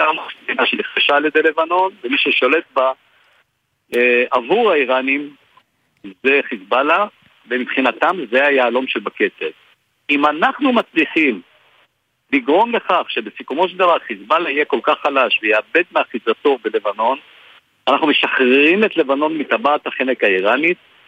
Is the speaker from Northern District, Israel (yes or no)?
yes; Northern District, Israel; אני גדלתי בצפון דרך אגב, אני נולדתי במושב זה אליעזר וגדלתי והתחנכתי שם.